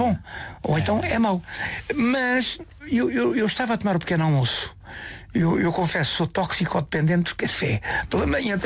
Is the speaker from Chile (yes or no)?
no; Portugal